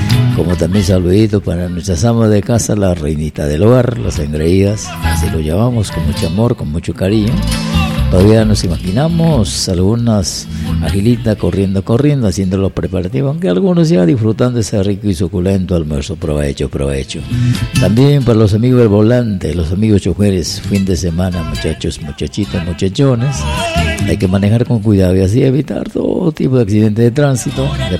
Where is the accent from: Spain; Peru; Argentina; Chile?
Peru; la música peruana tiene fama en todo el mundo y como buenos peruanos, orgullosos de difundir nuestra música peruana en el género criollo.